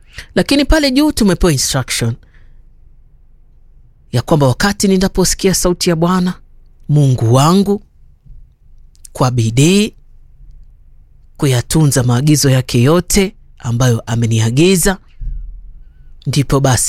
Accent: Tana River County, Kenya; kule kwetu Tana River

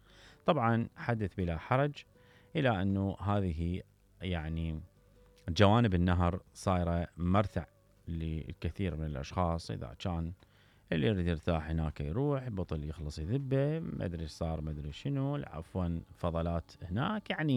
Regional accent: Iraq; فلذلك إحنا كمواطنين عراقيين أكو جزء من العمل من عندنا.

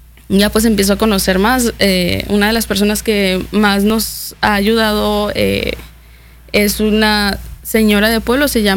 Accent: Coahuila, Mexico; now in Yucatán, Mexico; Soy de Coahuila

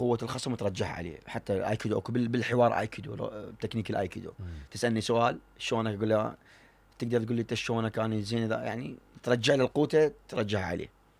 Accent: Iraq; احنا كعراقيين دمنا حار

